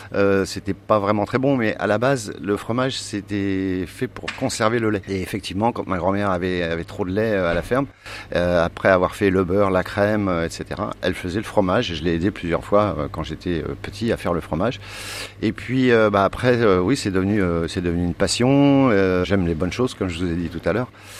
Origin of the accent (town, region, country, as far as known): Rouen, Normandy, France; born or raised there